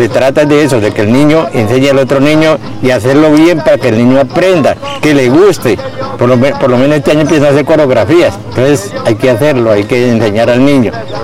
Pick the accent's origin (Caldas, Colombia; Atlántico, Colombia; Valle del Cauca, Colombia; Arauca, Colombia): Arauca, Colombia; Arauquita; moved away as an adult; also born or lived in Santander